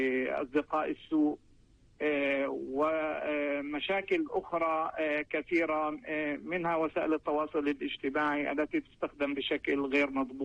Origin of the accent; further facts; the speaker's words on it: Palestine; بلدنا فلسطين.